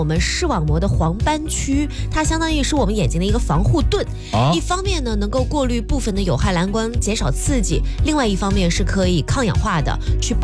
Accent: Henan, China

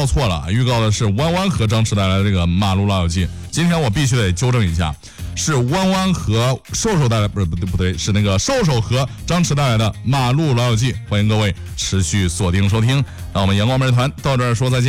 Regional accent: Henan, China; 至于说我们老家这个豆腐呢，伪川豆腐

